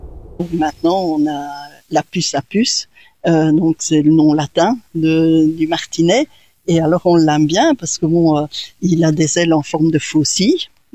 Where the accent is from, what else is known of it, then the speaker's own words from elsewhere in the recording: Charleroi, Wallonia, Belgium; Donc donc moi je suis belge, ok, ça c'est bien, mais après moi je suis Carolo, Ah oui, non, moi je suis Carolo, hein.